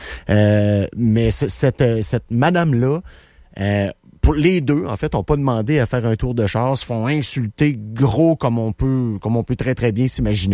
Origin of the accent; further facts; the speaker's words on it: Val-Bélair, Quebec, Canada; moi, j'ai grandi à Val-Bélair avec plein d'enfants de militaires.